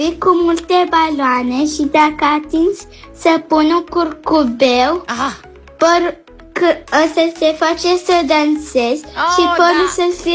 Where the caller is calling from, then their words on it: Bucharest, Romania; din București, am 6 ani